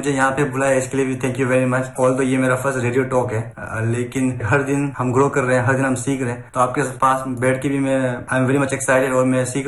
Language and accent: Hindi; Arunachal Pradesh, India